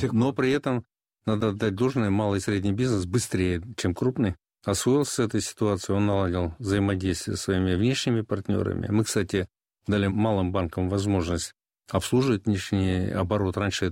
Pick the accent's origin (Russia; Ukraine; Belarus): Ukraine; Crimea; moved away; в детстве, еще живя в Крыму